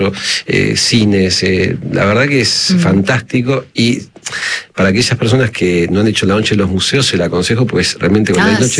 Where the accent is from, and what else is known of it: Buenos Aires, Argentina